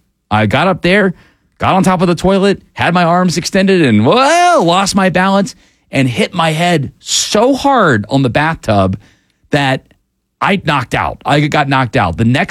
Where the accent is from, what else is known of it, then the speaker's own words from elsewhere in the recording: Atlanta, Georgia, United States; number one, I grew up in Atlanta, so I've always known this institution to be what it is.